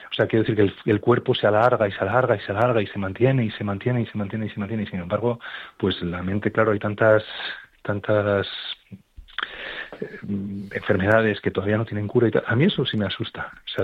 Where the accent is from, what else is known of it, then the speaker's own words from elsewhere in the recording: Asturias, Spain; del Oviedo, y eso que estamos ahora en duelo, estamos ahora en duelo ya que estamos matemáticamente descendidos, pero